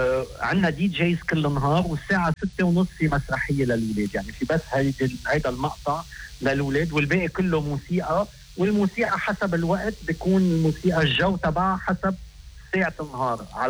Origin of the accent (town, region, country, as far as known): Lebanon